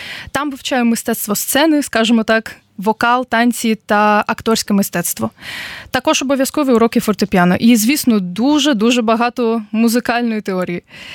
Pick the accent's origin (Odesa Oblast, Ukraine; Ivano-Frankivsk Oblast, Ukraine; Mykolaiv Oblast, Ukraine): Odesa Oblast, Ukraine; Odesa; now in Darmstadt, Germany; Я сама родом з України, з найчудовішого міста Одеси.